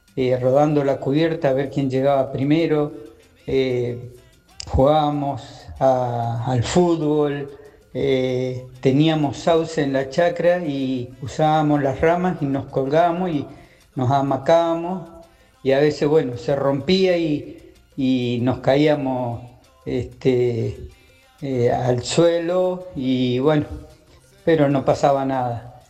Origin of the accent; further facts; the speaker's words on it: Villa Regina, Río Negro, Argentina; soy de Villa Regina, Río Negro. Me crié en la zona rural, en las chacras